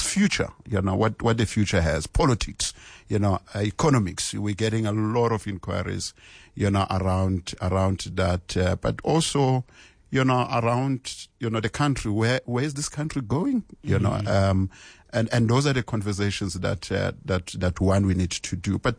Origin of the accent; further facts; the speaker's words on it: Orange Farm, Gauteng, South Africa; I come from Orange Farmer.